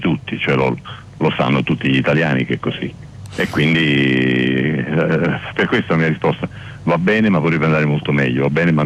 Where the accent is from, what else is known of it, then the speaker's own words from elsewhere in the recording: Naples, Campania, Italy; io sono napoletano di origine, c'è un bellissimo proverbio